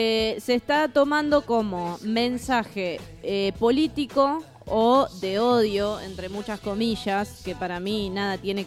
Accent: Argentina; yo soy argentino

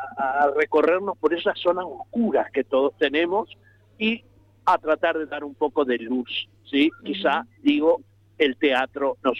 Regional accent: Paraná, Entre Ríos, Argentina; moved away as an adult; also born or lived in Buenos Aires; Soy una persona de Paraná. Me formé prácticamente, comencé en Paraná, pero me fui a Buenos Aires y estuve toda mi juventud trabajando y formándome en CABA, de Buenos Aires, y hace ya 20 años que estoy de regreso a mi ciudad, Paraná

